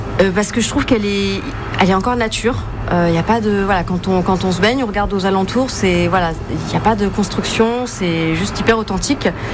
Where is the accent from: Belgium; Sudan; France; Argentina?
France; Vannes, Brittany; born there; du coup je viens de Vannes